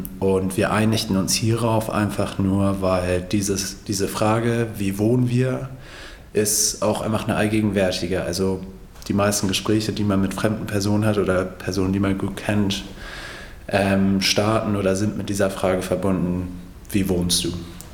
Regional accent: England, United Kingdom; now in Berlin, Germany; Ich bin in England aufgewachsen und bin in einem Einfamilienhaus aufgewachsen

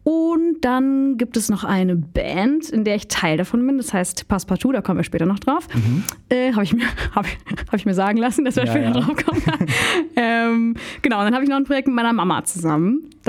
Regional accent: Bavaria, Germany; also ich bin in Bayern groß geworden

